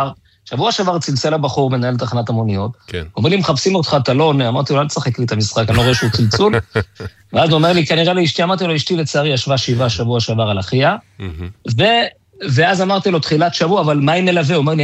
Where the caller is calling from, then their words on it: Bnei Brak, Tel Aviv District, Israel; אנחנו תושבי בני ברק